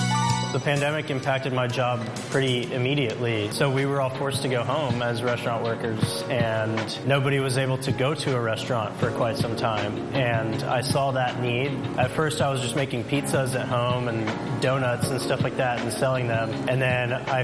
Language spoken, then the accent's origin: English; Houston, Texas, United States; I grew up in Houston, Texas. I actually went to University of Houston Bauer School of Business and I studied supply chain management.